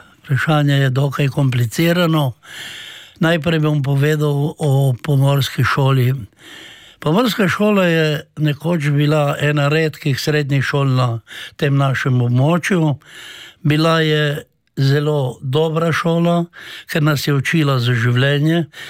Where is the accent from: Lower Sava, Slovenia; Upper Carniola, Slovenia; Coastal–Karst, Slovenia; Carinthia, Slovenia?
Coastal–Karst, Slovenia; Koper; jaz sem rojen v Pradah, živel sem v pobegih, v nižjo gimnazijo sem hodil v Koper.